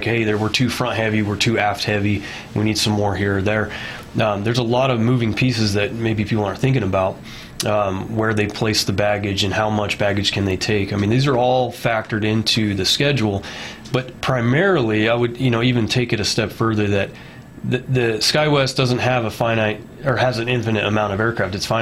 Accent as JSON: {"language": "English", "region": "New Mexico", "country": "United States", "said": "I'm from New Mexico originally, had left for a while, came back."}